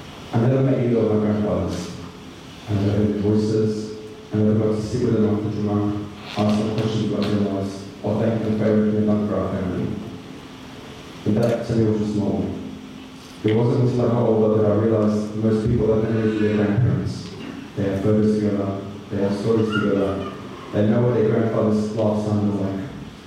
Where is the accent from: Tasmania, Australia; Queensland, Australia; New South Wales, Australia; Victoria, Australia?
New South Wales, Australia; Sydney; born there; I'm 19 years old, and I was born here in Sydney, Australia.